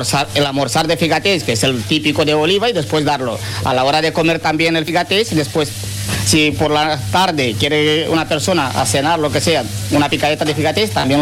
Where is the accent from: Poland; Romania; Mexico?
Romania; Spanish is a second language; Yo vengo de Rumanía.